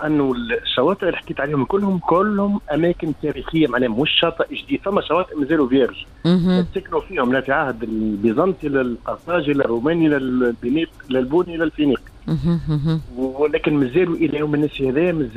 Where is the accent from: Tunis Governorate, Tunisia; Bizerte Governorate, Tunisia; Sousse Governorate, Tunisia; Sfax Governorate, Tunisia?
Bizerte Governorate, Tunisia; Bizerte; born there; also born or lived in Djerba; أنا جربي مولود في بنزرت